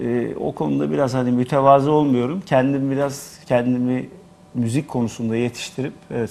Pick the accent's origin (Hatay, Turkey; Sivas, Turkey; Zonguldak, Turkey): Zonguldak, Turkey; Devrek; Sonra Devrek'teyiz biz, Zonguldak Devrek'liyim. Devrek'te ilk önce düğünler, sonra Ankara'da sahneler büyüdü.